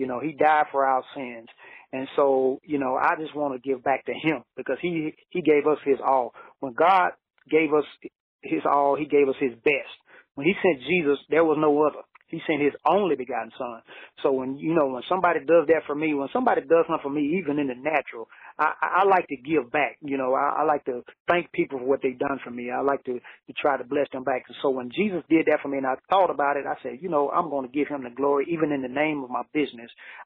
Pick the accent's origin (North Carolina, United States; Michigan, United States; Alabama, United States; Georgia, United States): Alabama, United States; Cottage Grove; growing up in Cottage Grove, Alabama